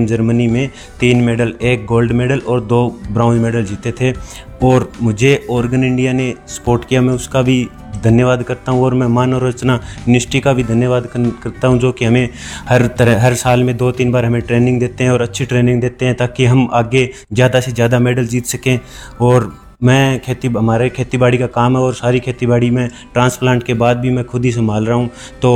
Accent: Fatehabad, Haryana, India; और मैं हरियाणा के फतेहाबाद का रहने वाला हूँ।

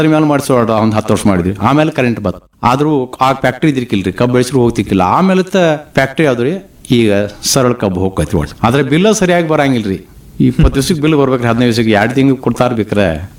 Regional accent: Karnataka, India; ನಮ್ಮ ಊರ ತಪ್ಸಿ ಕೆಮ್ಮಣಕುಲ್ರಿ, ಗೋಕಾಕ್ ತಾಲೂಕ ಹಳ್ರಿ, ಅರವಾ ವಿಭಾಗ. ನಮ್ಮ ತಾಯಿ ಊರ ಪಟ್ಟುಕುಂದ್ರಿ. ನಾವು ವಿದ್ಯಾ ಕಲಿತದ್ದು ನಮ್ಮ ತಾಯಿ ಊರಾಗ, ಈಗ ನಾವು ಇರುದು ನಮ್ಮ ತಂದೆ ಊರಾಗ.

